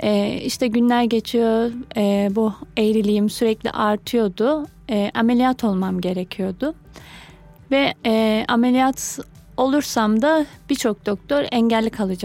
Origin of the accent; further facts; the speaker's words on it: Kahramanmaraş, Turkey; 29 yaşındayım. Evliyim, Kahramanmaraşlıyım.